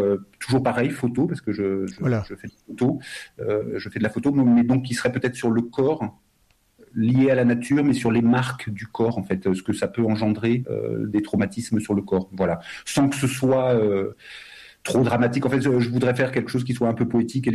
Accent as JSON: {"language": "French", "country": "France", "said": "regardez, moi aussi, je suis né de parents étrangers, je suis ici, je suis Français, voilà quoi."}